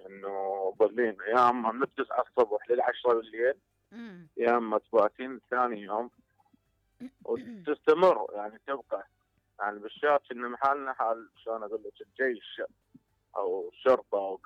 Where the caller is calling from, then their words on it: Baghdad, Baghdad Governorate, Iraq; من بغداد.